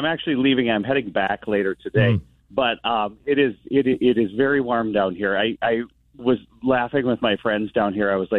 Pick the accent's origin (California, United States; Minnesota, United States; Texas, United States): Minnesota, United States; accent: Minnesotan